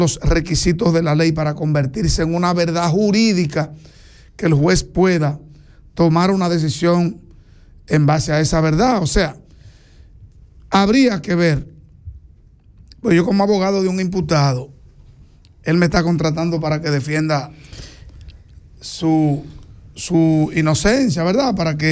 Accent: Enriquillo, Barahona, Dominican Republic; born there; como ciudadano barahonero, que conozco a Gonzalo Castillo, que sus raíces son de mi pueblo, Enriquillo

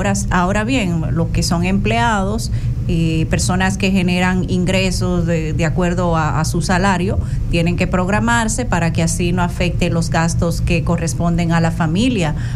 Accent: Dominican Republic; nosotros buscamos la manera como dominicanos de divertirnos

